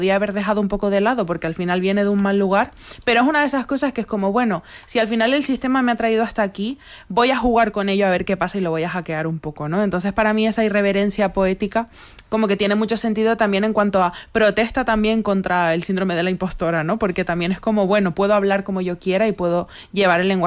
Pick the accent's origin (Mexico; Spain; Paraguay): Spain; Granadilla de Abona, Canary Islands; yo soy de Granadilla, ¿no? Que es mi pueblo en Tenerife, y no quiero olvidarme de eso